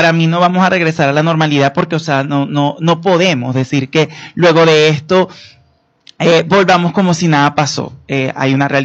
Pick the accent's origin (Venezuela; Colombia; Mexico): Venezuela; esa resiliencia que nos ha caracterizado como venezolanos